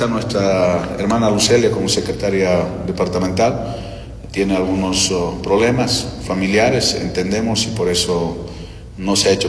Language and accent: Spanish; Bolivia; Somos bolivianos, hemos nacido en esta tierra, vamos a morir en esta tierra boliviana, compañeros.